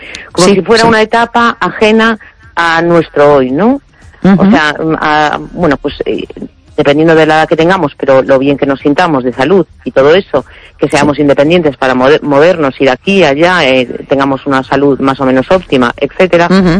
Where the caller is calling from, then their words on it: A Coruña, Galicia, Spain; Hola, Esther, buenas noches … de La Coruña.